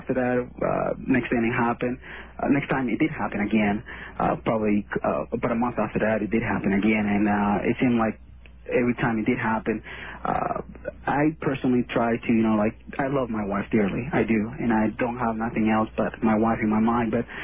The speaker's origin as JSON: {"language": "English", "country": "Venezuela", "lives_now": "United States", "said": "Venezuela."}